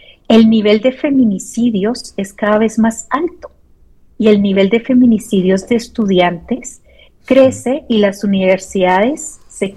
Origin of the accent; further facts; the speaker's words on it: Colombia; now in Mexico; Yo soy colombiana, entonces tengo una experiencia en Colombia y en México